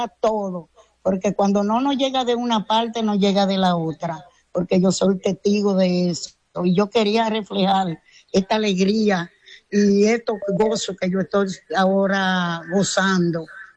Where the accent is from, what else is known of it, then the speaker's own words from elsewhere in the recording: Río Seco, La Vega, Dominican Republic; now in Licey al Medio, Dominican Republic; de allá de La Vega soy yo, de Río Seco, La Vega. Y vivo aquí en Licera al Medio, Santiago.